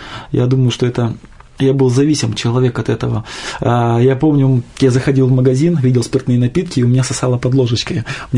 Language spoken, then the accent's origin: Russian; Petropavlovsk-Kamchatsky, Kamchatka Krai, Russia; moved away as an adult; also born or lived in Khabarovsk; Я приехал с Дальнего Востока, родился в городе Хабаровск, и будучи в юном возрасте, около 5 лет, меня родители перевезли в город Петропавловск-Камчатский, где я практически и прожил все это время до недавнего времени. Я родился в простой семье рабочих